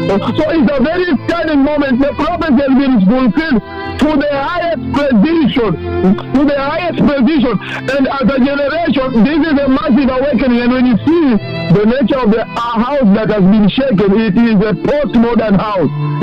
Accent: Kenya; I really repent as a nation, because even me, really as a Kenyan, I'm extremely wicked.

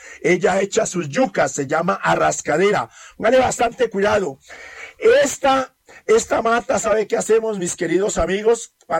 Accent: Villagarzón, Putumayo, Colombia; moved away; yo vengo prácticamente más abajito, a 20 minutos de Mocoa, Putumayo, un pueblito que se llama Villa Garzón.

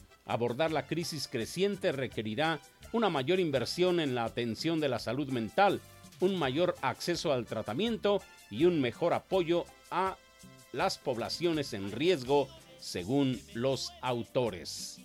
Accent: Mexico

